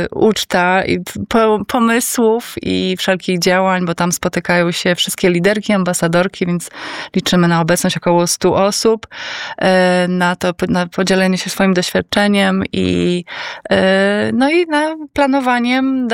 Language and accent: Polish; Białystok, Podlaskie Voivodeship, Poland; moved away as an adult; Ja kiedy zamieszkałam na wsi, bo sama pochodzę z Białegostoku, kiedy zamieszkałam na wsi, to było już 25 lat temu